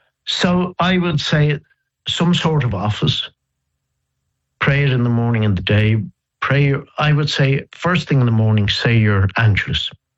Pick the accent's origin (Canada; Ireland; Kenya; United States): Ireland; Dublin, Leinster; born or raised there